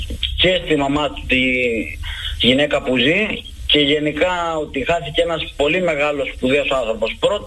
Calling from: Kythira, Attica, Greece; Απ' τα Κίθυρα κύριε Γιώργο

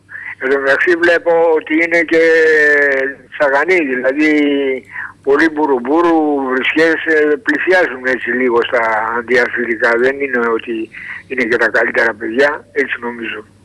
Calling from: Greece; Ελληνορωμιός είμαι κύριε Κώστα.

